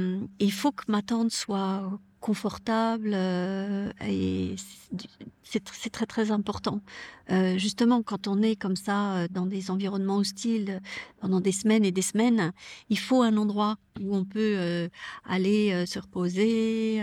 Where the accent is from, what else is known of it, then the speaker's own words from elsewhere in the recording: Lausanne, Vaud, Switzerland; born there; also born or lived in Chamonix valley, France; Donc moi, je suis née à Lausanne, hein, en Suisse, et on avait un appartement dans la vallée de Chamonix quand on était enfant.